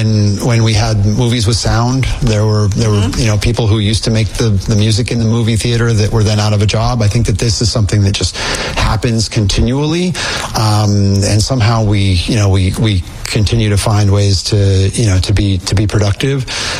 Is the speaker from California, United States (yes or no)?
no; Indiana, United States; I'm a skateboarder from Indiana.